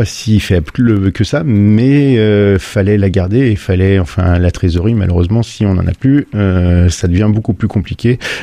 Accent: Auvergne-Rhône-Alpes, France; Je suis originaire de la région lyonnaise, moi.

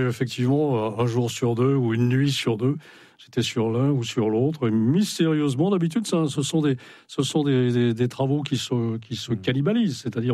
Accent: Brittany, France; also born or lived in Paris, France; Moi, je suis un vrai breton. Mmh. Et comme tous les bretons, je suis un breton de migrateur. Et ce n'est pas un hasard si mon père m'a fait naître en dehors des murs de Bretagne.

